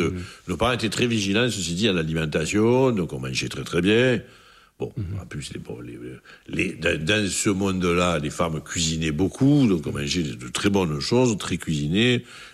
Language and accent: French; Marseille, Provence-Alpes-Côte d'Azur, France; Et je n'étais même pas marseillais, j'étais de l'Estaque, en fait, j'étais de ce quartier-là.